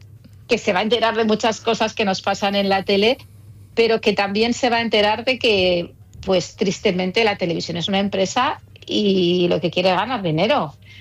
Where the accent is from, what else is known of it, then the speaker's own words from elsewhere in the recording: Catalonia, Spain; now in Madrid, Spain; Mira, yo soy catalana